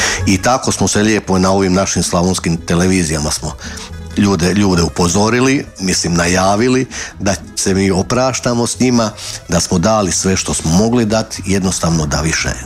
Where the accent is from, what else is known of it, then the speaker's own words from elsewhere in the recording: Županja, Vukovar-Srijem County, Croatia; kod nas u Županji